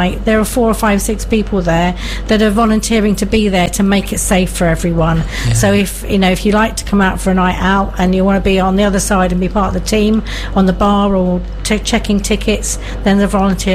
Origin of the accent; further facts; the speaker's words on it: Alton, South East England, United Kingdom; I was born in Alton, lived here all my life, and it's a great place to be.